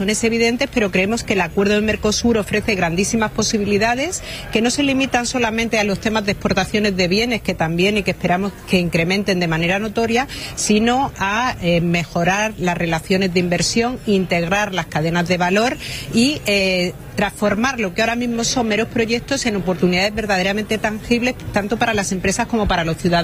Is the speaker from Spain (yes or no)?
yes; Spain; Yo creo que nosotros, y hablo de España